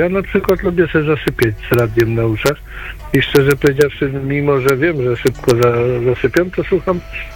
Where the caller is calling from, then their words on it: Gniezno, Greater Poland Voivodeship, Poland; Gniezno, pierwsza stolica Polski